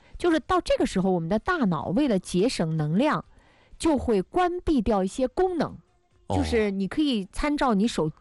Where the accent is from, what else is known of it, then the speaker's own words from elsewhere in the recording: China; 就我们中国人吃面条喜欢一个软和